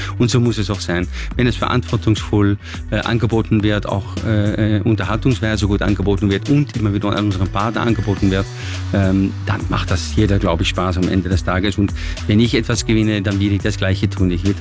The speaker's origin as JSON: {"language": "German", "country": "Netherlands", "second_language": "German", "said": "ich bin Holländer, wie Sie wissen, vielleicht auch hören"}